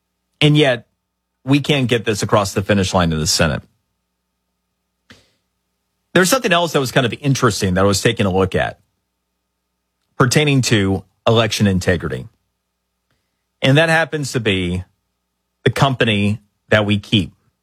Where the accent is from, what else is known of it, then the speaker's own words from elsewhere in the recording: Florida, United States; For example, in my home state of Florida, where this story emanated from this week.